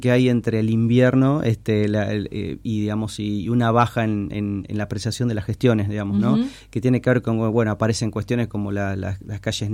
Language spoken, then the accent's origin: Spanish; Tierra del Fuego, Argentina; moved away as an adult; also born or lived in Buenos Aires; creo que a partir de mi generación empezamos a volver mucho más convencidos, digamos, ¿no? A Tierra del Fuego.